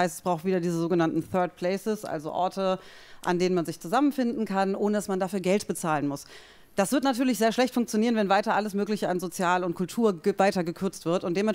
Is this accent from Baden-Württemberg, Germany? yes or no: no; Weißensee, Berlin, Germany; ich komme aus Weißensee.